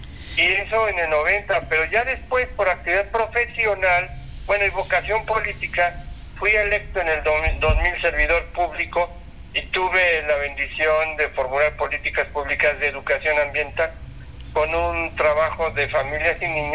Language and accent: Spanish; Toluca, State of Mexico, Mexico; born there; así mis padres llegaron a Toluca y nacimos nuestros cuatro hermanos.